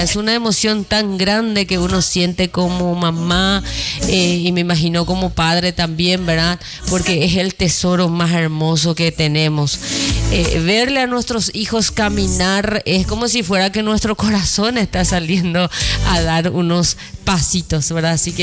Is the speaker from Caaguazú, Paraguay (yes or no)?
yes; Coronel Oviedo, Caaguazú, Paraguay; moved away; Yo siempre sigo porque es mi ciudad natal